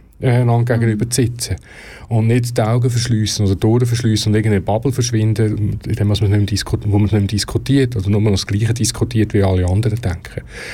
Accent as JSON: {"language": "German", "region": "Aargau", "country": "Switzerland", "tie": "born or raised there", "said": "Wie im Bier, wo ich aufgewachsen bin."}